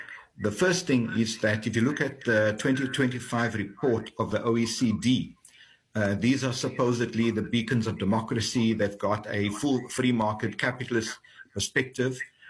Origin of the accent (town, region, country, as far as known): South Africa